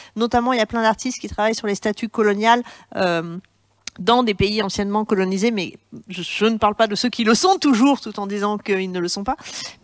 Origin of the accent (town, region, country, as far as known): France